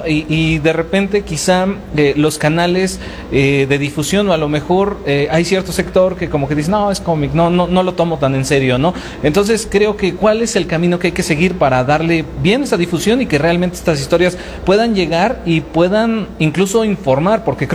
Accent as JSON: {"language": "Spanish", "country": "Mexico", "said": "como mexicanos nos debemos de sentir identificados, como mexicanos de a pie"}